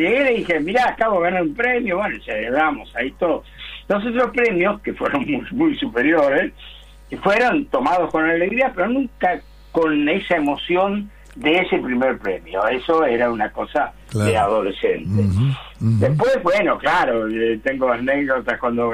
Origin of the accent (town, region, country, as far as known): La Boca, Buenos Aires, Argentina; born there